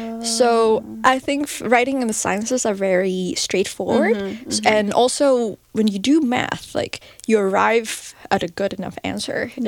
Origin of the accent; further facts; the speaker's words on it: Vietnam; because I grew up in Vietnam, and I guess in Asia, like, the way that the society perceive women, pursuing STEM degrees, were not very favorable